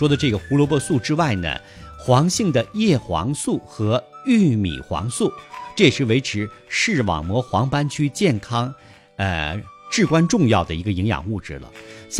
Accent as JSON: {"language": "Chinese", "region": "northern China", "country": "China", "tie": "born or raised there", "moved": "yes", "said": "其实我们在小的时候在北方啊"}